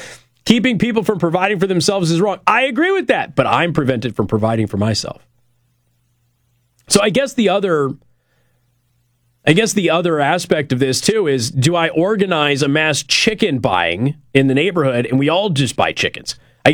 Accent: West, United States; Although I'm from the West. If you walk on somebody's lawn in the West, you can get shot to death. And it's actually a bit of a culture shock for those of us who are from the West and Southwest

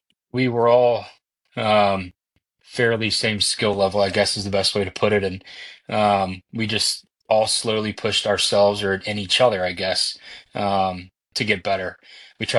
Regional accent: Birmingham, Alabama, United States; Growing up in Birmingham, I'm sure you guys are familiar with some other names besides ones that I mentioned.

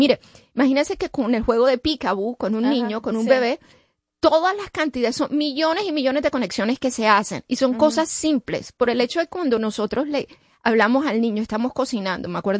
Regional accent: Colombia; yo soy colombiana

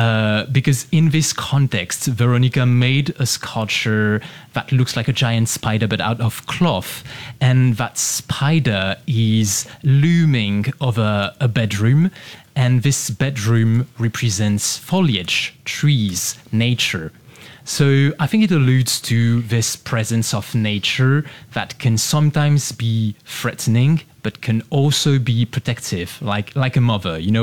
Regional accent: France; because I am French, but I am from Asian descent, so I know that Asians' families, they often have a hard time communicating love.

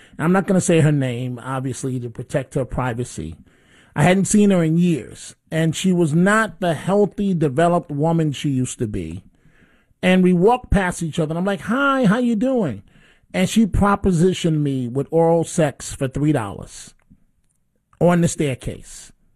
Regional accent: New York City, New York, United States; where I grew up at in the Bronx, one of the areas, 184th, right off of Webster Avenue

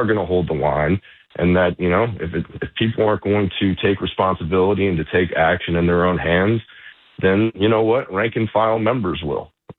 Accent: United States; like I did when I was growing up in the Pledge of Allegiance. And, you know, as much as we talk about patriotism or, sorry, you know, how this country is going to the left, the United States

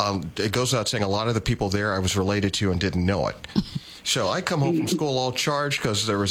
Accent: Louisville, Kentucky, United States; also born or lived in Goldsboro, North Carolina; we were living there. And I was going to school there at the time. Now, I was born and raised in Louisville, but at a point in my life, we lived in Goldsboro. And Goldsboro, North Carolina, at this time, was very small.

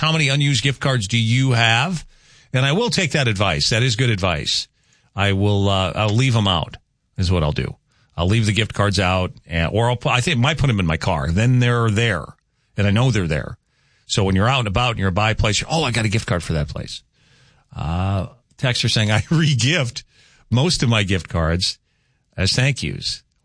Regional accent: Crookston, Minnesota, United States; Growing up in Crookston, we used to go to the candy store called Widman's, and we used to get old-fashioned Cokes with chocolate syrup.

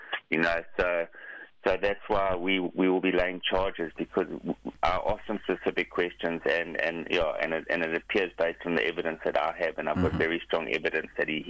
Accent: Durban, KwaZulu-Natal, South Africa; I come from Etiqueni

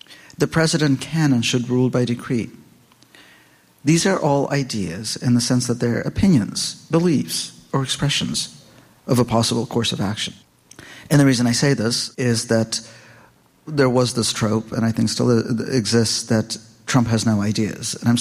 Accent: Philadelphia, Pennsylvania, United States; I'm from Philadelphia.

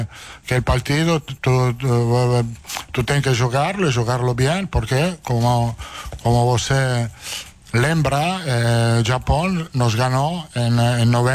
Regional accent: Italy; Portuguese is a second language; Me sinto bem, italiano, brasileiro, sou italiano. É uma experiência fantástica treinar no Brasil.

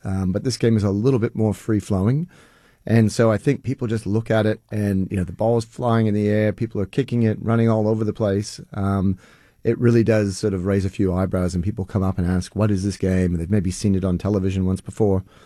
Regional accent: Australia; now in Sacramento, United States; Yeah, it's a really fun experience, I reckon, coming from Australia to see the passion that Americans have for the game

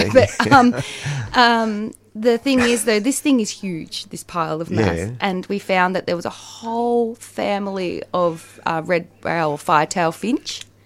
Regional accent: Winnandoo, Victoria, Australia; So me and Adrian grew up in Gippsland. He was from Toongabbie. I was from Winnandoo, which is near Rosedale.

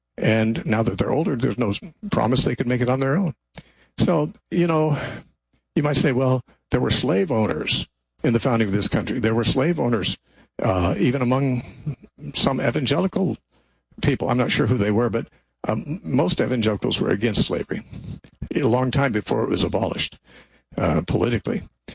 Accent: United States; as a Christian, and frankly, as an American too

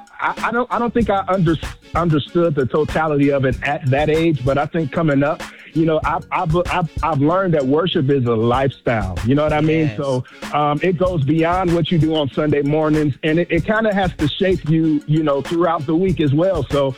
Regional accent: Gary, Indiana, United States; Yes, well, I'm born and raised in Gary, Indiana. I grew up in church.

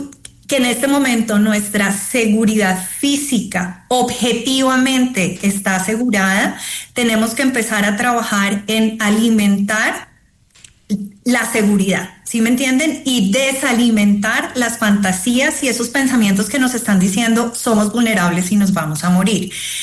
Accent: Cali, Valle del Cauca, Colombia; Por ejemplo, he escuchado en Cali, yo soy de Cali y de verdad, de corazón, la caída de colegios, los entornos, las empresas que no están funcionando.

